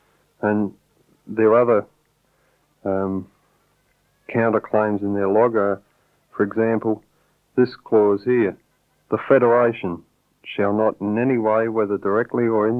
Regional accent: South Australia, Australia; and I don't come from Melbourne, I come from South Australia

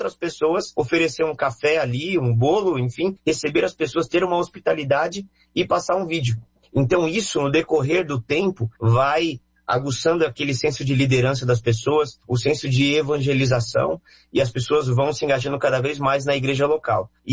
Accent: Brazil

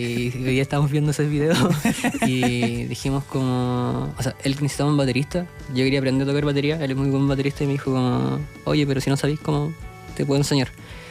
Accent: Andacollo, Coquimbo, Chile; Somos de Andacollo, los dos.

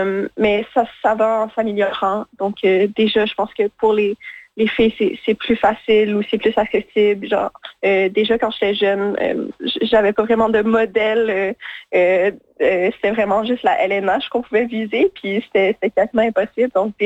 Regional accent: Winnipeg, Manitoba, Canada; Je sais que moi, quand j'ai grandi à Winnipeg, donc peut-être quand j'étais plus jeune, c'était plus un enjeu pour moi.

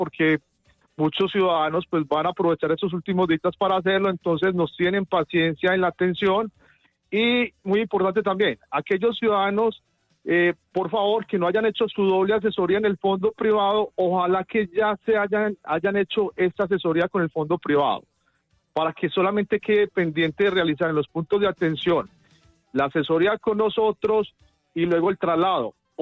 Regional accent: Colombia

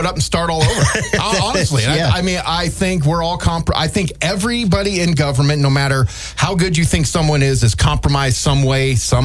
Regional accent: United States; as an American

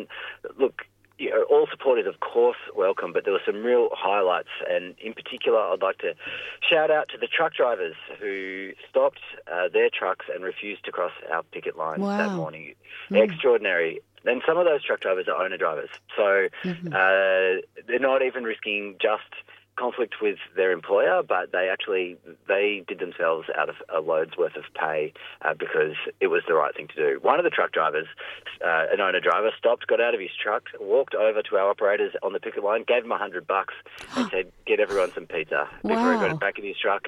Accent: New South Wales, Australia; now in Melbourne, Australia; I'm from New South Wales where you can't get Savoys

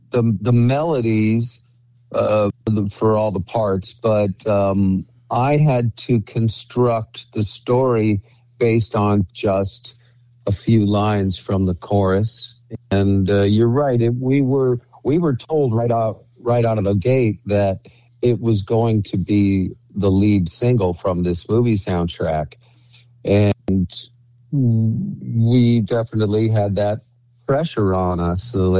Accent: Arizona, United States; And to have a street in my hometown named after my song, I might be the only songwriter in Arizona history that has a street named after one of his songs.

